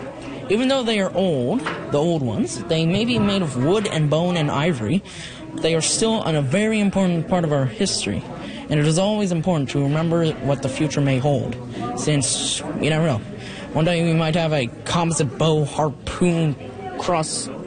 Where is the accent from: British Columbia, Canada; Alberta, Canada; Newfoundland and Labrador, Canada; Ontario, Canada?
Newfoundland and Labrador, Canada; Rigolet; I'm from Rigolet Labrador.